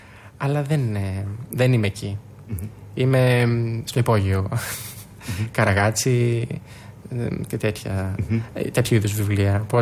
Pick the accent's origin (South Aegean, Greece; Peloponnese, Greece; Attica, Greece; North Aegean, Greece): South Aegean, Greece; Andros; το νησί μου, από την Άνδρο